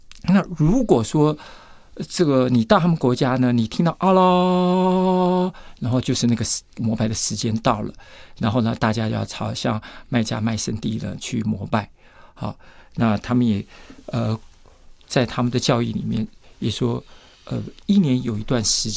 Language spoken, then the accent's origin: Chinese; Taiwan; 就像今天外国人来到台湾，我们台湾人很热情